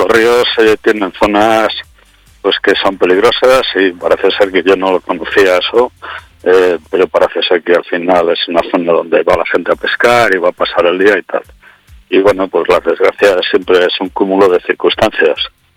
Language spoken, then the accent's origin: Spanish; Venta de Baños, Castile and León, Spain; yo soy de Venta de Baños, no lo conocía como zona de baño